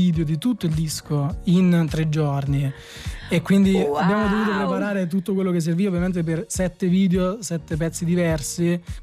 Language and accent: Italian; Bellizze, Campania, Italy; delle mie parti.